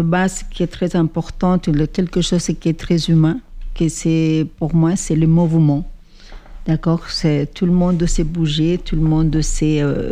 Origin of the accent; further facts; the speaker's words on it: Mompox, Bolívar, Colombia; now in Montpellier, France; je viens d'une région de Mompos, la dépression Mompossina, qui est un creuset de tradition. Et qui conserve énormément ses racines. C'est un village qui vit et danse